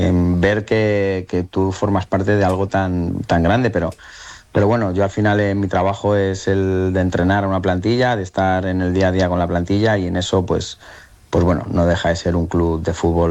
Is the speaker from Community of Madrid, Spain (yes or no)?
yes; Madrid, Community of Madrid, Spain; Soy de Vallecas, una persona muy humilde del Rayo Vallecano